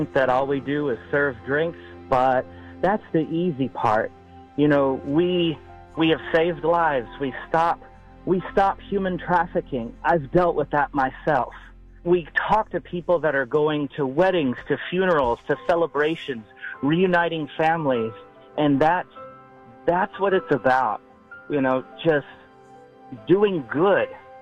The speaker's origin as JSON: {"language": "English", "town": "Fort Myers", "region": "Florida", "country": "United States", "tie": "born or raised there", "said": "I go to Fort Myers, my hometown. I got to have dinner with my dad"}